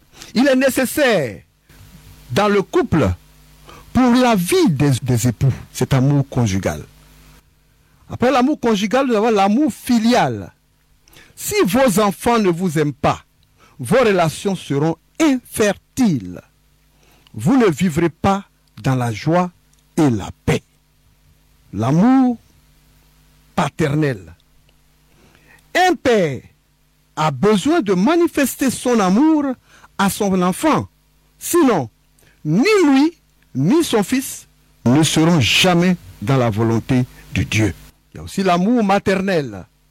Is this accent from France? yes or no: no; Côte d’Ivoire; chez nous en Côte d'Ivoire